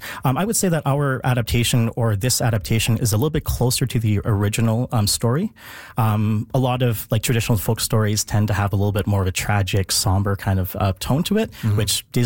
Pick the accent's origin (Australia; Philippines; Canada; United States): Philippines; And I think like as a Filipino myself, one of the things is that we don't tend to see a lot of ourselves represented in the arts.